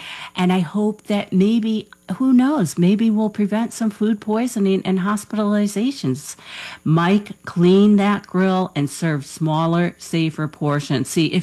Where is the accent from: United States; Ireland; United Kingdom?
Ireland; And of course, I'm the Irish dietitian, so we don't count alcohol calories.